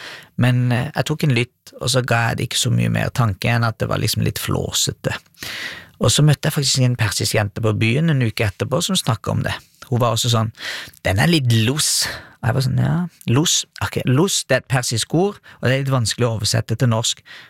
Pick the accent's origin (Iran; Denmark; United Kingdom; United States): Iran; det er kanskje bare fordi jeg er iraner, ikke sant?